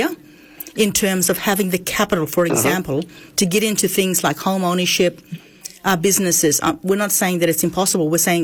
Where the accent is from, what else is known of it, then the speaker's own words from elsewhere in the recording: Western Australia, Australia; because me and Mitch are in the Kimberley, and we're from the Kimberley, we're very familiar with this space.